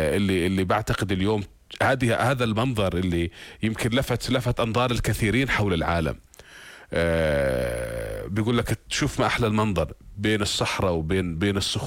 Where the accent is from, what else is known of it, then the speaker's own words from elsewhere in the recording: Jordan; احنا كأردنيين